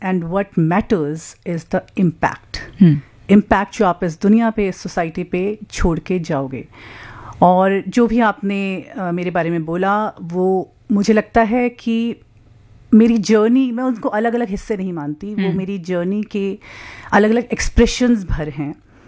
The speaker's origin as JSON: {"language": "Hindi", "region": "Uttarakhand", "country": "India", "tie": "born or raised there", "said": "मैं पहाड़ों से आती हूँ, आई एम अ प्राउड पहाड़ी, उत्तराखंड की वादियों से।"}